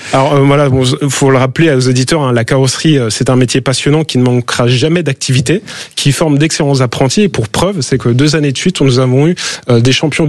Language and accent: French; Grand Est, France